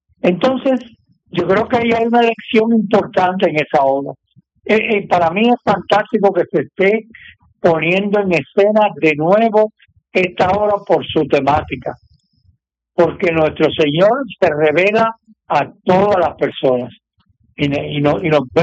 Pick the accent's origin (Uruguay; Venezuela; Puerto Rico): Puerto Rico; Lares; en Lares, de donde yo me crié